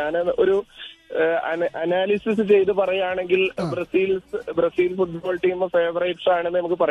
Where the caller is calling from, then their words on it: Pattambi, Kerala, India; ഞാൻ പട്ടാമ്പിയിലാണ്.